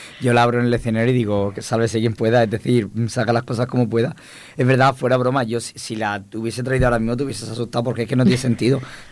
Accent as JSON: {"language": "Spanish", "area": "Alicante", "region": "Valencian Community", "country": "Spain", "tie": "born or raised there", "said": "Pues en mi pueblo, en Alicante, en el escenario con 8 años o por ahí"}